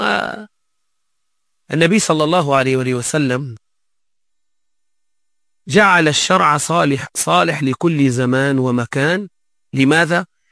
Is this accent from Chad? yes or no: no; Tunisia; احنا مثال عندنا في تونس